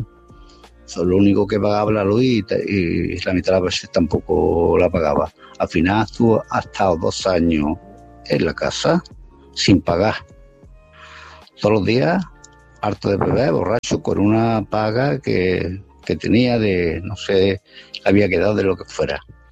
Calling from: Málaga, Andalusia, Spain; de Málaga.

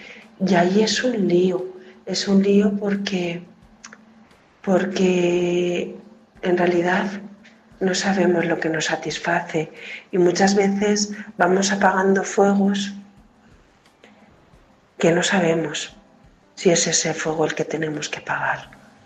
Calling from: Valencia, Valencian Community, Spain; hablo desde Valencia.

